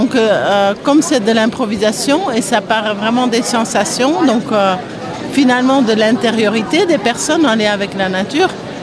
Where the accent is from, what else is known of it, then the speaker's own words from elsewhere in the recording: Flanders, Belgium; French is a second language; moved away as an adult; now in France; Je suis flamande.